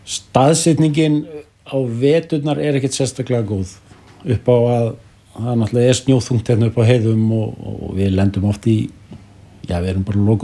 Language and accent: Icelandic; Hafnarfjörður, Capital Region, Iceland; now in Vopnafjörður, Iceland; Ég kem úr Hafnarfjörðinu.